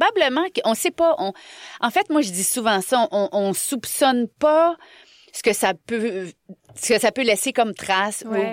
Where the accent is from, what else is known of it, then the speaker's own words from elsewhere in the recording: Montreal, Quebec, Canada; On est des Montréalaises, nous.